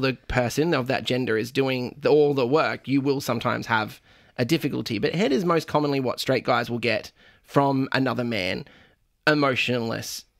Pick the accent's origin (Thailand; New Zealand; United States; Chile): Thailand; Yeah. I'm from Thailand. I love it.